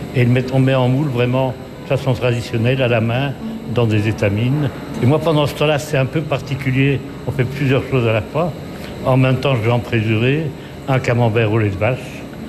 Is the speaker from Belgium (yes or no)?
yes; Bastogne, Wallonia, Belgium; born there; also born or lived in Digny; now in Condroz, Belgium; Je suis, comme beaucoup de Belges, nulle part. Hein. Je suis flamand d'origine, né à Bastogne. J'habitais longtemps à Digny. Et bah, on a adopté le Condro quand je me suis marié, la première fois.